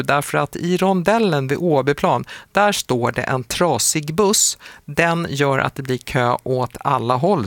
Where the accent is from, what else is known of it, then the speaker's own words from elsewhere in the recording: Stockholm, Stockholm County, Sweden; Men vi kommer ju från Stockholm. Ja, eller jag är det.